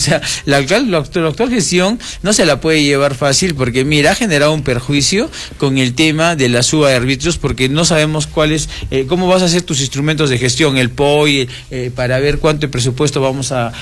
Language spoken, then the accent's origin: Spanish; Yanahuara, Arequipa, Peru; viví, nací, crecí en Yanahuara